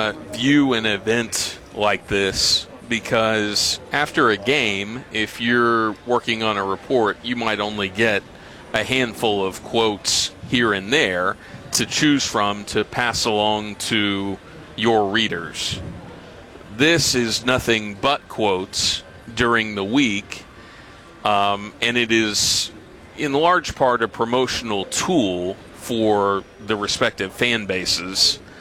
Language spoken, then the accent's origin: English; Tecumseh, Oklahoma, United States; close to where I grew up in Tecumseh.